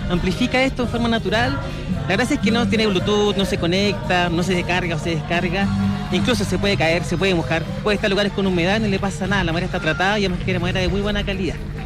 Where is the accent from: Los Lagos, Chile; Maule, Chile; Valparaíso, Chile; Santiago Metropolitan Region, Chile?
Santiago Metropolitan Region, Chile; Santiago; nosotros somos de Santiago